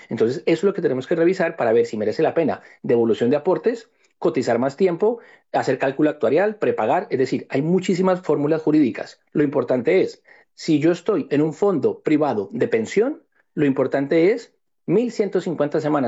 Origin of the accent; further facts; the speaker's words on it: Colombia; dado que estamos como colombianos en el exterior, aquí podemos decir que han sido como independientes